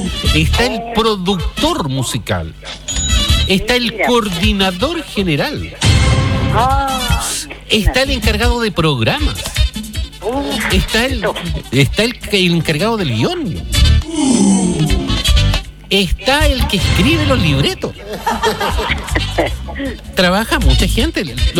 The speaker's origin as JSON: {"language": "Spanish", "town": "Lota", "region": "Biobío", "country": "Chile", "also_born_or_lived": "Chiguayante", "said": "Es que yo soy de Lota."}